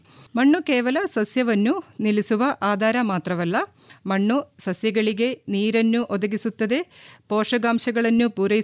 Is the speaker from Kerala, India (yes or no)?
yes; Palakkad district, Kerala, India; moved away as an adult; also born or lived in New Delhi; now in Mysore, India; I am from Kerala.